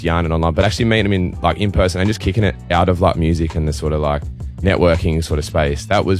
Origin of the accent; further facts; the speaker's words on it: Tasmania, Australia; Because I'm from Tassie